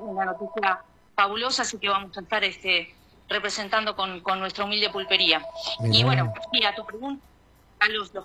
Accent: Azul, Buenos Aires Province, Argentina; moved away as an adult; now in Tandil, Argentina; Soy azuleña, sí, sí, exactamente.

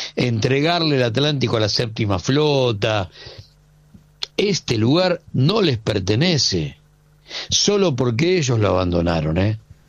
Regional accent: Argentina

